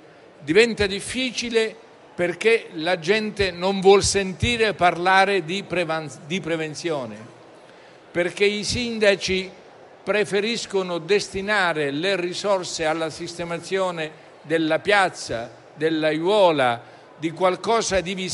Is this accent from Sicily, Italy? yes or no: yes; Sicily, Italy; Io sono siciliano, come sapete, quando ho tempo mi dedico alla storia della mia regione